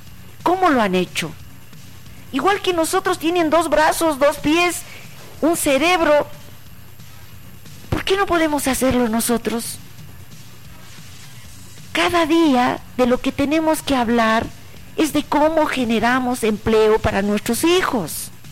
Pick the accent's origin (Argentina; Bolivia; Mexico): Bolivia